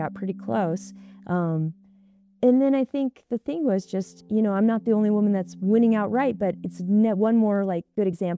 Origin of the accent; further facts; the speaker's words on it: Alaska, United States